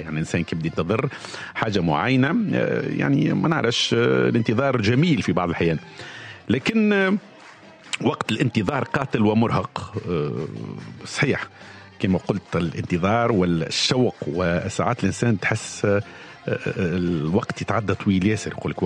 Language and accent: Arabic; Tunisia; accent: Tunisian; احنا نقوله نستنى بلهجتنا التونسية.